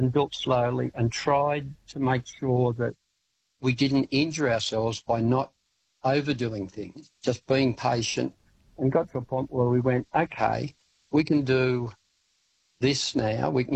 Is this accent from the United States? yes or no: no; Sydney, New South Wales, Australia; I grew up in Sydney, and I knew the Blue Mountains area really well. I spent a lot of time bushwalking up there and rock climbing during my teens. And then ultimately we moved away from Sydney and I left all that behind.